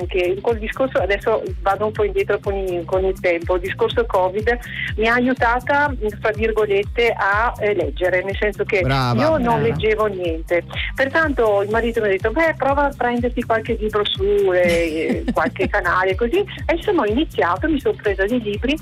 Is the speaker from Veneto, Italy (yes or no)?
yes; Veneto, Italy; accent: Venetian dialect; now in Vicenza, Italy; si parlava in dialetto, no? Il nostro dialetto veneto.